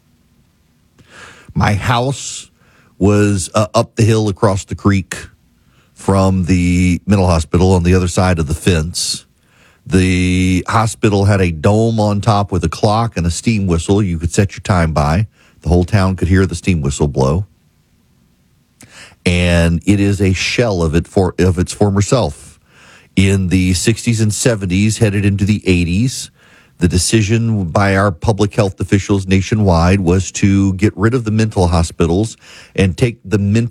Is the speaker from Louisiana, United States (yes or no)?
yes; Jackson, Louisiana, United States; I'm actually from Jackson, Louisiana. Jackson, Louisiana is a poor town from a poor parish in Louisiana.